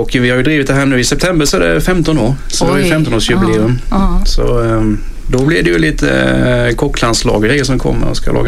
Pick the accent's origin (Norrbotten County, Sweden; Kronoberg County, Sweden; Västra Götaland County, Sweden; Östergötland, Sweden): Kronoberg County, Sweden; Ljungby; när jag växte upp i Ljungby på Ågårdsvägen och gick på Jordsbruksskolan